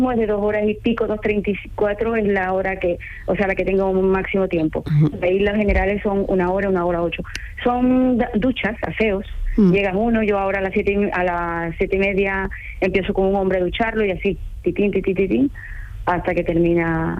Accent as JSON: {"language": "Spanish", "country": "Ecuador", "said": "Yo soy ecuatoriana."}